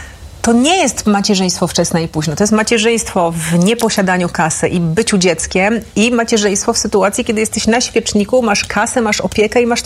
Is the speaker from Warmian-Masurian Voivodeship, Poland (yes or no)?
no; Milanówek, Masovian Voivodeship, Poland; byłam tą z Milanówka. I przez długi czas, jak ktoś mi pytał, skąd jesteś, to ja tak trochę... Ja nie wiedziałam, skąd jestem